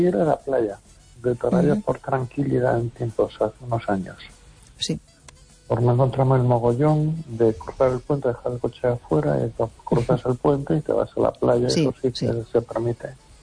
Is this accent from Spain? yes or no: yes; Las Palmas de Gran Canaria, Canary Islands, Spain; A ver, yo, con todo mi respeto, soy pueblo canario. Yo en las Canarias, en la Palma de Gran Canaria